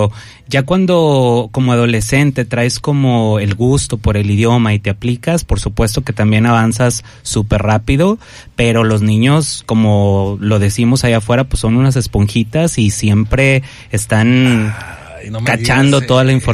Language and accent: Spanish; Ciudad Guzmán, Jalisco, Mexico; now in Manzanillo, Mexico; yo soy originario de Zapotlán el Grande, Ciudad Guzmán, Palabanda, pero yo ya me considero manzanillense porque ya tengo más de la mitad de mi vida viviendo aquí en Manzanillo. y me encanta el puerto.